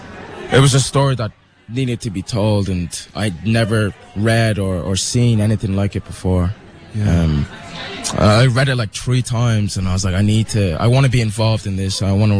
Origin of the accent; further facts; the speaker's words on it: Dublin, Leinster, Ireland; so there was a place that I could come from, you know, being a black Irish man and growing up in Dublin.